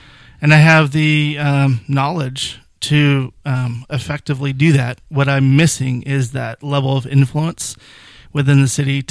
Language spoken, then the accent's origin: English; Alaska, United States; also born or lived in East Coast; now in Redding, United States; You know, growing up in Alaska, and I was living on the East Coast at the time when I was working with a nonprofit.